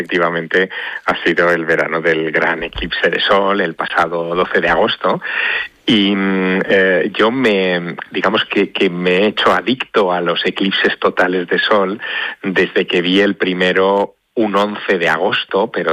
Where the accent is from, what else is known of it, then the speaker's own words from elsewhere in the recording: Teruel, Aragon, Spain; con Teruel y el eclipse, pues la combinación era perfecta para pasar ese día en mi tierra.